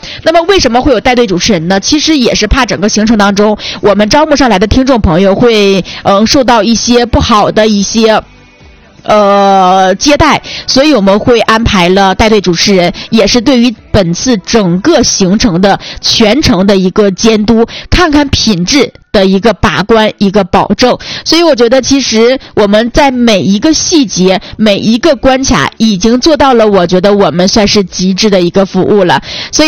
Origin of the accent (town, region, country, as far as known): Northeast China, China